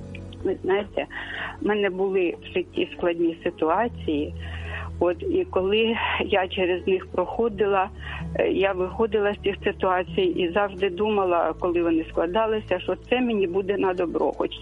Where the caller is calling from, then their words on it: Kyiv, Ukraine; я з Києва дзвоню.